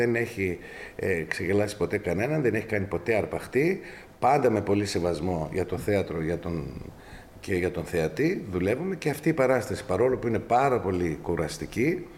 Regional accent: Eastern Macedonia and Thrace, Greece; accent: Thracian (Arvanite); Απλώς την προφορά την έχουμε φέρει στα μέτρα τα δικά μας, στα Θρακιώτικα, στα Καραγατσιανά πολλές φορές.

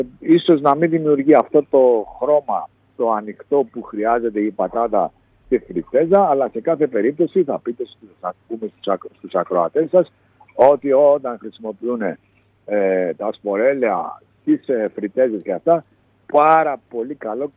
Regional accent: Greece; σαν Έλληνες παραγωγοί και Ευρωπαίοι

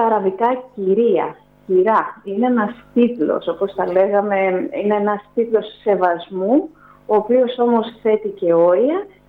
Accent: Rhodes, South Aegean, Greece; moved away; Χθες το βράδυ ήρθα πάλι στο πανέμορφο νησί μου, στον τόπο μου

